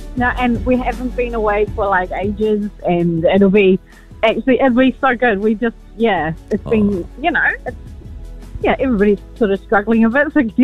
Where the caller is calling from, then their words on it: Auckland, New Zealand; Just in Auckland, South Auckland.